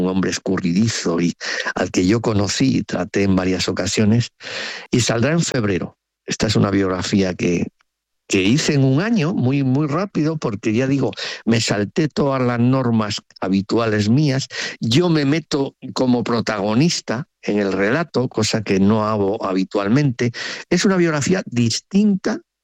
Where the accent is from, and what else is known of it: Galicia, Spain; first language Spanish